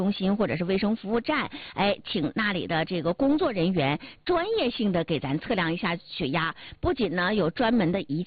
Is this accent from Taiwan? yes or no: no; Northeast China, China; 咱们东北人口味重不说啊，还特别的愿意吃咸菜